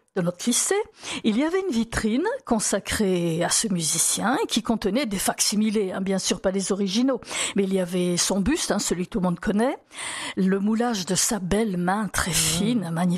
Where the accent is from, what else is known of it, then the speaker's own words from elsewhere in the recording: Algeria; born there; moved away; je suis en Algérie